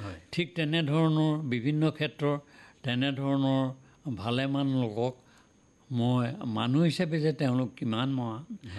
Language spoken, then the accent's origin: Assamese; Jamuguri, Assam, India; also born or lived in Kaliabor; মোৰ সাহিত্যৰ প্ৰতিটো আগ্ৰহ সৰুৰে পৰাই হৈছিল।